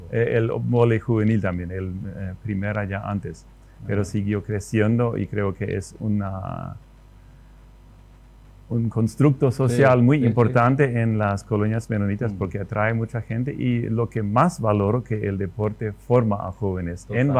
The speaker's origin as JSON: {"language": "Spanish", "country": "Paraguay", "said": "No, Alemania queda lejos. yo soy paraguayo y la albirroja la pasión."}